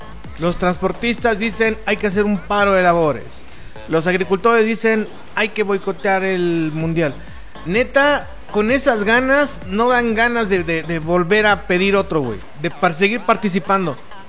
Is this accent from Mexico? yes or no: yes; Mexico; Qué vergüenza para todos los mexicanos